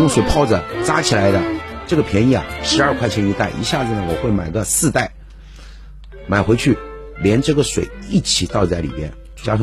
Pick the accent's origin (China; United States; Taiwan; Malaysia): Taiwan; 我们台湾人